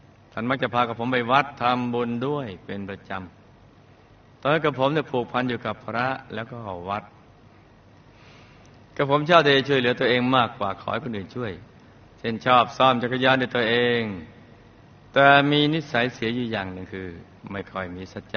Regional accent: Phetchabun, Thailand; born there; ผมเกิดในครอบครัวเกษตรกรรมที่ค่อนข้างยากจนในจังหวัดเพชรบูรณ์มีพี่น้อง3คน

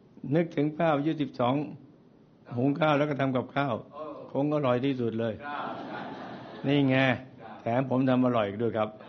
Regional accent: Phra Nakhon Si Ayutthaya, Thailand; born there; ผมเกิดที่บ้านคุณแม่ถูกไงริมแม่น้ำลพบุรีแต่แม่น้ำลพบุรีอยู่จังหวัดพระนครศรีอยุธยา

